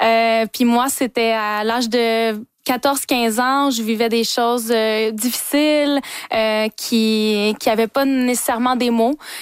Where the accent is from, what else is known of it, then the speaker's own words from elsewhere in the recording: New Brunswick, Canada; also born or lived in Montreal, Canada; présenter Wasebegook au-delà des montagnes dans ma propre communauté, aussi dans les autres communautés du Nouveau-Brunswick, de ma nation.